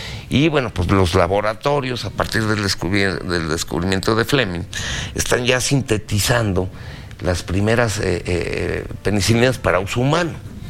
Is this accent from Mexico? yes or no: yes; Mexico